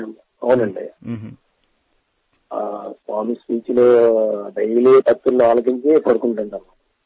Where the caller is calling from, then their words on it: Visakhapatnam, Andhra Pradesh, India; నేను విశాఖపట్నం మద్రిగాం నుంచి మాట్లాడుతున్నానండి.